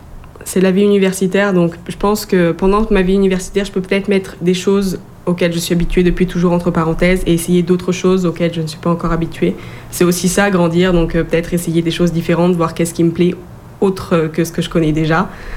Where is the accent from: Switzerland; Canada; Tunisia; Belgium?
Canada; Quebec City, Quebec; Donc, quand on dit « Moi, je suis de Québec, toi, t'es de France. »